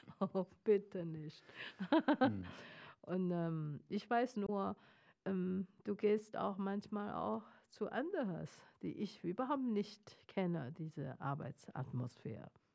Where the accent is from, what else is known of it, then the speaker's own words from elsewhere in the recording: Mongolia; German is a second language; Ja, tut mir leid, ich bin anders sauter als normale Chinesen. Wir kommen aus Mongolei.